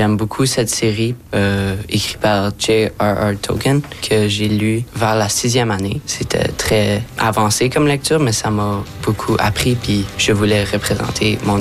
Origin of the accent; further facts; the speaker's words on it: Ontario, Canada; parle toujours à la maison en français. Mon père, quand je dis un mot en anglais, il me corrige. C'est comme ça que je me reconnais comme franco-ontarien avec la famille.